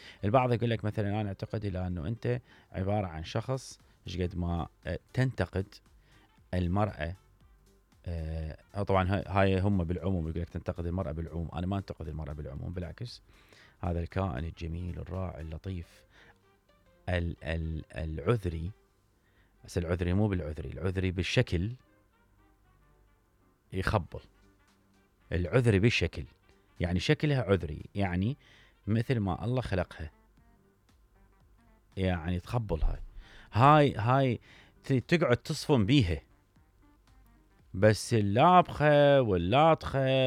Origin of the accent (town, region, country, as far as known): Iraq